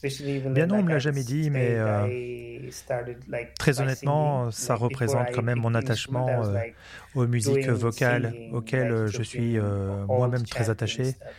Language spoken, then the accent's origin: French; Debre Berhan, Amhara, Ethiopia; moi, je viens de la région de Debre Berhan, dans la région Amara.